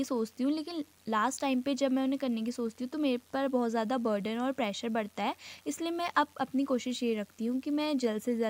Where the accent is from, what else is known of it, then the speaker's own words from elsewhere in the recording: Almora, Uttarakhand, India; और मैं यही अल्मोड़ा की मूल निवासी हूँ।